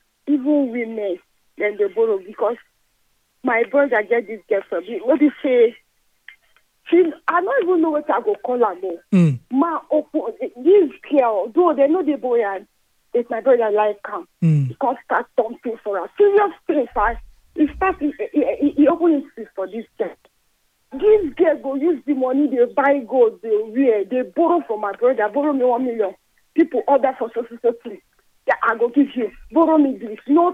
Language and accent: English; Lagos, Nigeria; from Banana Island, but I'm not calling from Lagos right now.